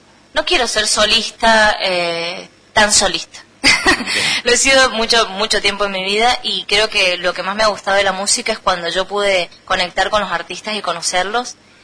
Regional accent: Argentina; nosotros tenemos una manera bastante colectiva de hacerlo.

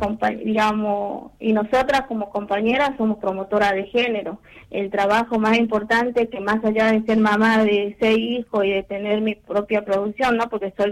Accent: Puerto Viejo, Jujuy, Argentina

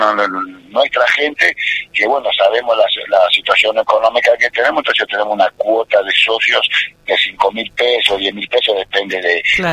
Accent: Campamento Vespucio, Salta, Argentina; moved away as an adult; also born or lived in southern Argentina; Yo soy nacido y criado acá, por cosa de la vida, me tuve que ir al sur, trabajé allá en el sur, y bueno, quizá decidí venirme a vivir acá, y cuando vuelvo a mi pueblo, que siempre estuvo en mi corazón acá

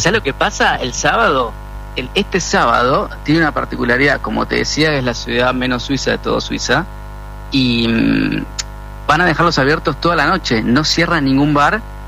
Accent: Argentina; also born or lived in Buenos Aires; now in Switzerland; Tenemos una entrega nosotros como argentinos. Te digo que me enorgullece sentir eso como argentino.

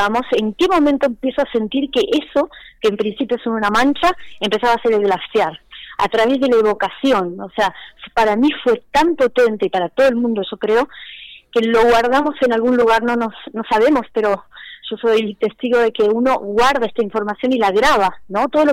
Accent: Río Gallegos, Santa Cruz, Argentina; yo soy de Gallegos, ahí vamos, hace muchísimo tiempo

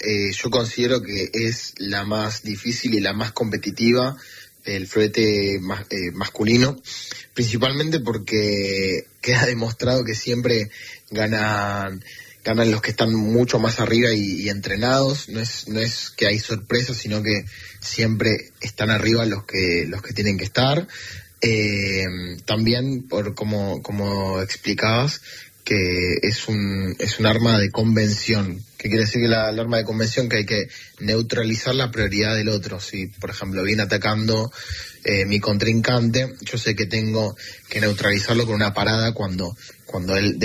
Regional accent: Argentina

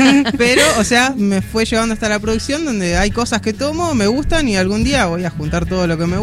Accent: San Martín, Buenos Aires Province, Argentina; Desde San Martín, Villa Maipú.

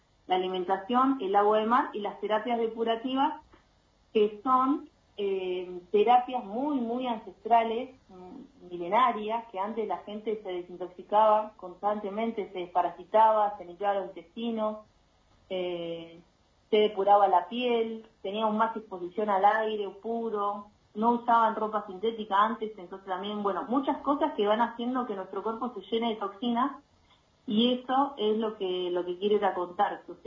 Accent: Tierra del Fuego, Argentina; Es 2964, que es la característica de Tierra del Fuego, de donde vengo.

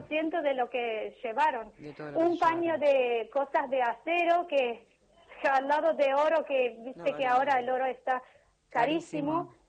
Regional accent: Armenia; now in Argentina; Yo soy armenia.

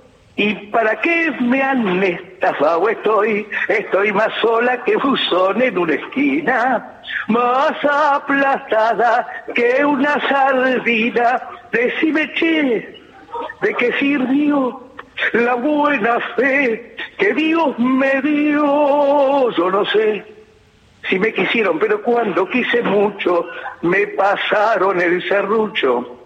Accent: Buenos Aires, Argentina; also born or lived in Caballito, Buenos Aires; fui criada en Villa del Parque.

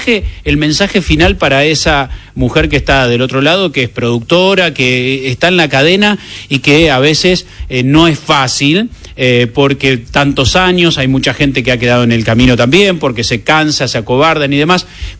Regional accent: Argentina

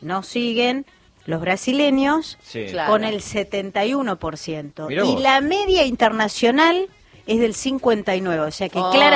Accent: Argentina; que somos nosotros los argentinos

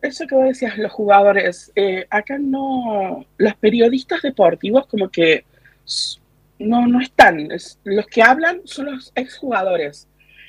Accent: Córdoba, Argentina; moved away; sí es una comunidad chica y argentinos somos, debemos ser unos, no más de no, debemos ser unos 6, 7 y somos 2 cordobesas, mi amiga y yo, y nada más

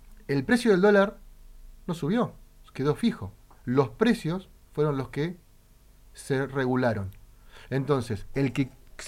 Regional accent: Santa Cruz, Argentina; Y cuando yo les digo, primero y principal, soy de Santa Cruz.

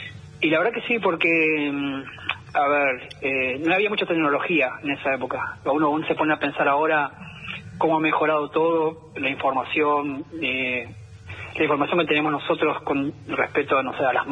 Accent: Entre Ríos, Argentina; born or raised there

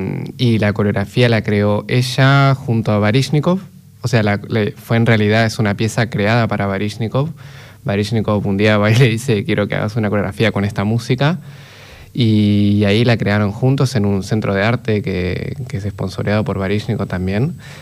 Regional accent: Mar del Plata, Buenos Aires Province, Argentina; yo soy de Mar del Plata.

